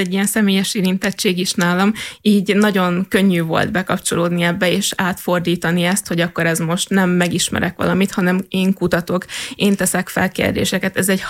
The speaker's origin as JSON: {"language": "Hungarian", "town": "Komádi", "region": "Hajdú-Bihar", "country": "Hungary", "tie": "born there", "said": "Egy kisvárosból, Komádiból jövök"}